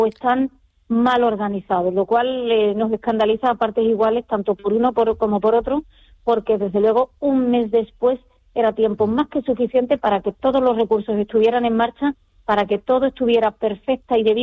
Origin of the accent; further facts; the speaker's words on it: Ceuta, Spain; los ceutíes